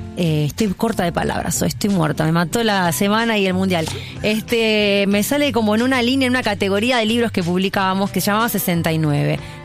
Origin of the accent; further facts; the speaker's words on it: Argentina; Todo como bien argentino, como un argentino de bien